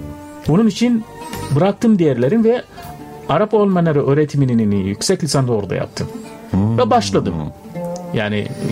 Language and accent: Turkish; Sudan; Turkish is a second language; Efendim, siz dediğiniz gibi hocam, ben Sudanlıyım.